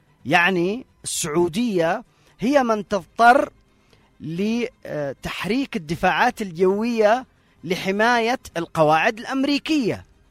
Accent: Yemen

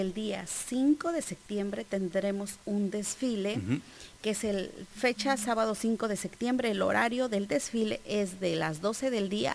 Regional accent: Mexico; todos los que radicamos en este bello y hermoso país somos mexicanos y tenemos descendencia indígena

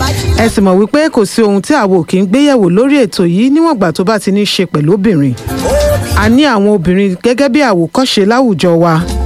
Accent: Ibadan, Oyo, Nigeria; Ọ̀pọ̀lọpọ̀ yín lè máa rò wípé ọmọ Ìbàdàn ni mí o, ẹkùn àríwá ìlú Ìbàdàn òun ni mo sì ti wá.

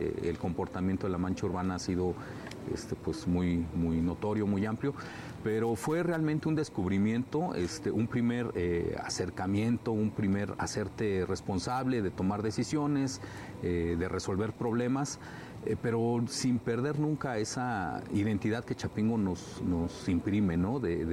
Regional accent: Mexico City, Mexico; En la Ciudad de México yo pues soy chilango campesinista

